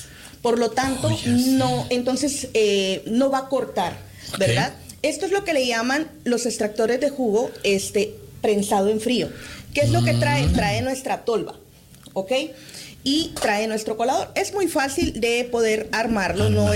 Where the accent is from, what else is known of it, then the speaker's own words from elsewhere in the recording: Guatemala; Y en mi país, ¿verdad? Yo soy de Guatemala.